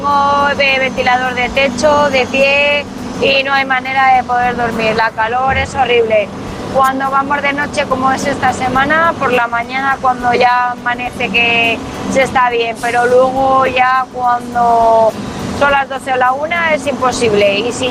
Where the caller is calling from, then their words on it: Chiva, Valencian Community, Spain; de Chiva.